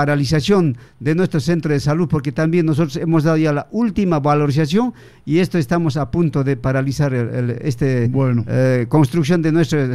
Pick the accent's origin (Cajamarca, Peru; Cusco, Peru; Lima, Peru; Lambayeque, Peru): Cusco, Peru; Huanoquite; en mi tierra, por ejemplo, en Huanoquite, somos 18 comunidades más 5 sectores